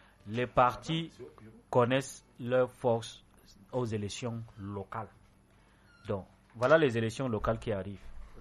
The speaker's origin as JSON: {"language": "French", "country": "Cameroon", "said": "Nous sommes Camerounais."}